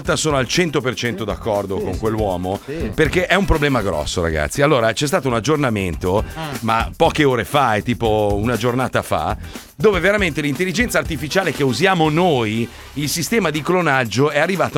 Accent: Milan, Lombardy, Italy; E poi era un premio che uno, una persona sola, aveva proposto di darmi, come milanese, insomma.

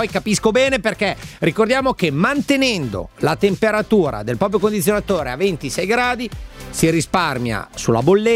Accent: Goito, Lombardy, Italy; In Lombardia, nella pianura padana, nel mio paese d'origine, Goito, in provincia di Mantova, che è sotto il livello del mare.

